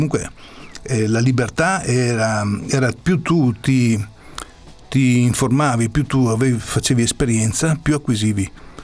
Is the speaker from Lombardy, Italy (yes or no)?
no; Pordenone, Friuli-Venezia Giulia, Italy; io sono di Pordenone